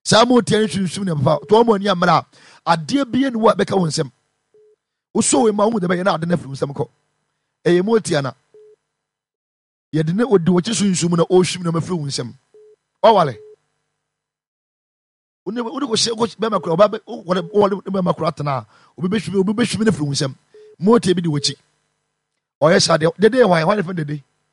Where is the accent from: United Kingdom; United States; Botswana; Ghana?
Ghana; I'm also from Ghana.